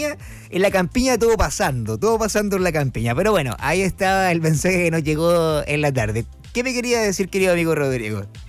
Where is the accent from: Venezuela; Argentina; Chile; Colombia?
Chile; No, tenemos sangre italiana, somos chilenos como los porotos acá por la 94.7, orgullosos de ser chilenos.